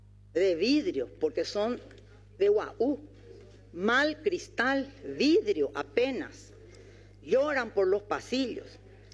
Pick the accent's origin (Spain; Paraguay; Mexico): Paraguay; para eso soy paraguaya